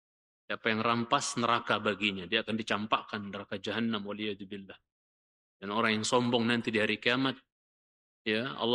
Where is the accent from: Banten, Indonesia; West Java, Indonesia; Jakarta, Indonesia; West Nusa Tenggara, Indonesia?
West Nusa Tenggara, Indonesia; Lombok; Ya, kalau saya orang Lombok … misalnya begitu.